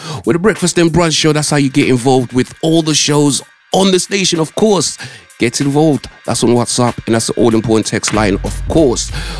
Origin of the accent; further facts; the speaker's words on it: London, United Kingdom; now in Bedford, United Kingdom; So way back, many years ago, before I moved to Bedford, I was an East Londoner, right? I grew up in Bow. I grew up around Manor Park as well, Mile End prior to that. So especially when I was in Bow and many other areas, they're like their own little towns.